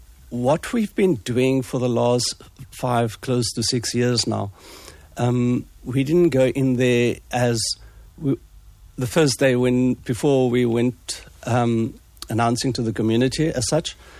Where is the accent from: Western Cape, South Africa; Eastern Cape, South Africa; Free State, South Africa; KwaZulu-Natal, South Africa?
Western Cape, South Africa; Cape Town; But when I grew up in District 6, the uncle of that put up Paul, so we said put up Paul.